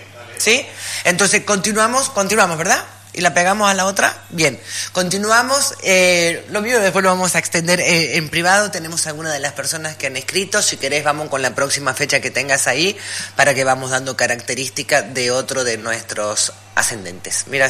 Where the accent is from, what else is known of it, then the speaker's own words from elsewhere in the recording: Argentina; now in Bolivia; 28 años que vivo acá, entonces ya por ahí mi carta y mi retorno ya tengo que hacerlo una mezcla argentina con Bolivia. Ya he vivido más años en Bolivia que en Argentina.